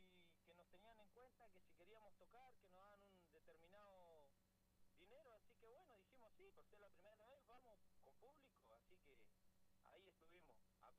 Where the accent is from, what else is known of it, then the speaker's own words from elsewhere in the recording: Andacollo, Neuquén, Argentina; moved away as an adult; now in Chos Malal, Argentina; yo soy nacido y criado en Andacollo, pero hace un tiempo ya en pandemia me vine a vivir a Chosmalal